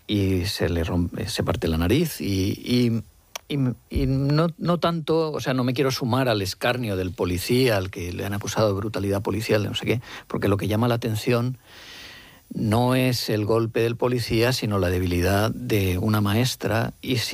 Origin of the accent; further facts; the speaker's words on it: Alicante, Valencian Community, Spain; y soy alicantino, o sea, valenciano.